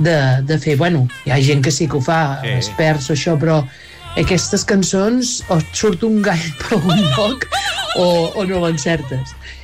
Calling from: Roda, Catalonia, Spain

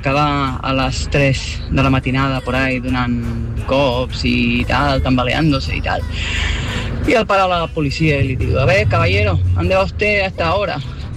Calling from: Sant Climent, Catalonia, Spain; de Sant Climent.

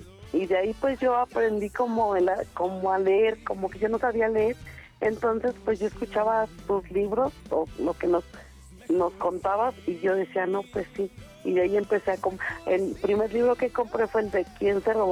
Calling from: Naucalpan, State of Mexico, Mexico; en la segunda sección del Tejocote, Naucalpan.

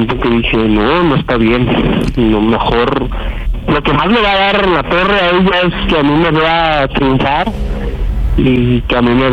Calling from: Tierra Caliente, Mexico; yo soy de Tierra Caliente.

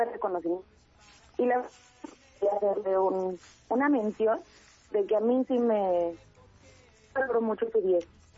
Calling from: Nezahualcóyotl, State of Mexico, Mexico; De Nezahualcóyotl.

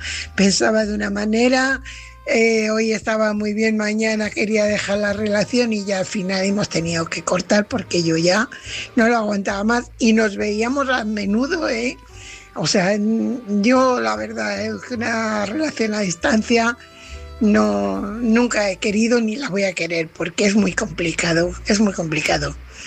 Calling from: Fuenlabrada, Community of Madrid, Spain; corresponsal de Fuenlabrada.

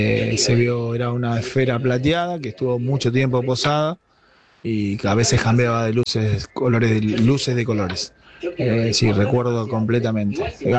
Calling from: Lavallol, Buenos Aires Province, Argentina; Yo soy de Lavallol.

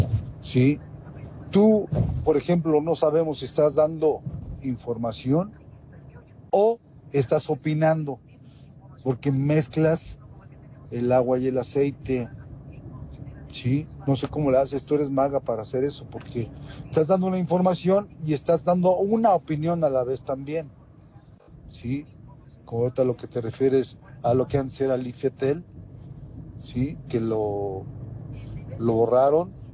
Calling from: Mexico City, Mexico; de la Alcaldía Miguel Hidalgo

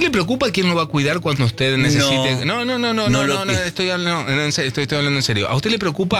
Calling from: Río Cuarto, Córdoba, Argentina; Hola Pela … de Río Cuarto, Córdoba.

